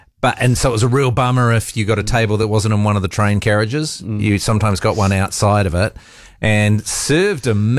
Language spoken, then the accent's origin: English; Dunedin, Otago, New Zealand; born there; moved away